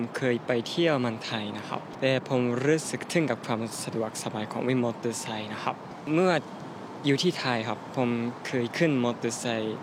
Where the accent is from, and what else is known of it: Japan; Thai is a second language